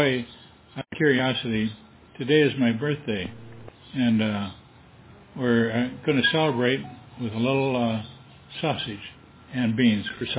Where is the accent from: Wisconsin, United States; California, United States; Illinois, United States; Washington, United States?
Wisconsin, United States; now in Easton, Pennsylvania, United States; Well, I grew up in Wisconsin, which was very nice growing up. But we've been here in Pennsylvania for 50 years, so we're almost natives.